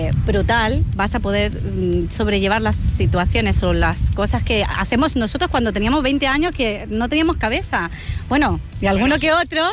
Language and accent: Spanish; Chile; now in Spain; Bueno, somos chilenos realmente.